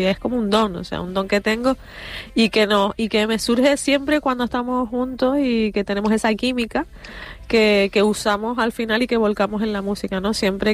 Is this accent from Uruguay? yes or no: no; Canary Islands, Spain; accent: Canarian; Es verdad que mi acento canario y la gente que me vea, soy mulata, pero mi padre es palmero.